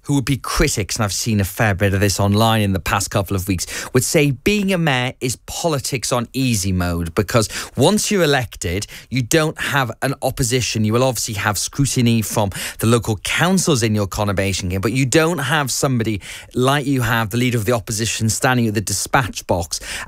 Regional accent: Newcastle upon Tyne, North East England, United Kingdom; as a Geordie

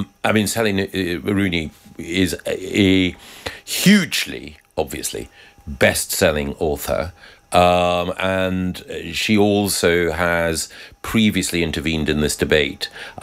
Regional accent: Scotland, United Kingdom; because I'm a Scot

